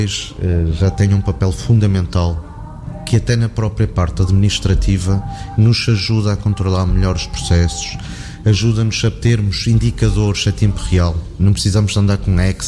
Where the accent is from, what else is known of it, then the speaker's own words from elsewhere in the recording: Porto, Norte, Portugal; eu sou do Porto.